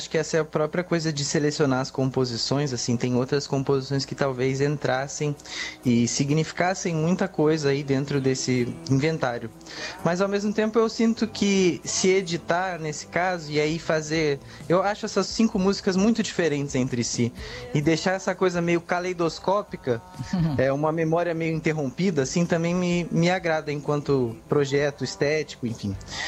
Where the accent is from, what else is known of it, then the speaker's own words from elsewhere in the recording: Resende, Rio de Janeiro, Brazil; also born or lived in São Paulo; Eu não nasci no Rio, eu nasci em São Paulo, mas muito cedo a minha mãe mudou para Resende, né, ali no interior do Rio.